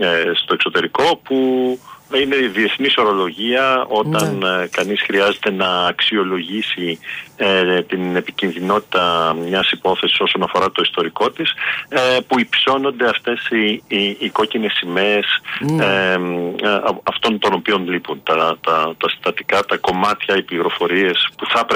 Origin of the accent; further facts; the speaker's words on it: Greece; για μένα ως Έλληνας